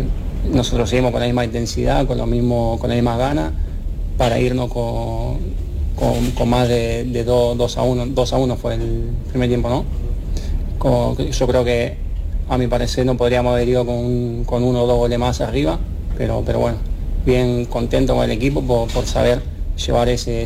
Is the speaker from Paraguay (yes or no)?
no; Argentina; now in Spain; yo siendo argentina